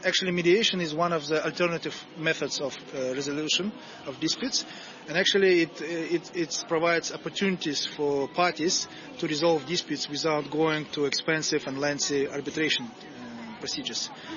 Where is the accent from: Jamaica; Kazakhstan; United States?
Kazakhstan; Astana; if you go to Astana again, to my hometown, you will see, for example, just commissioned this year, so-called light railway transport.